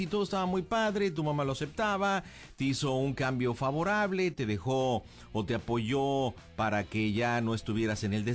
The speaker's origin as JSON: {"language": "Spanish", "country": "Argentina", "said": "soy argentino."}